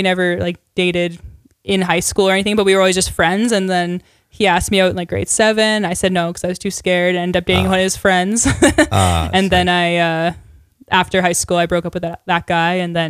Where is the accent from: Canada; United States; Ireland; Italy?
Canada; Dalmeny, Saskatchewan; I technically grew up like outside of Saskatoon. So I grew up in a small town called Dalmany. So it's about like maybe half hour from outskirts of Saskatoon.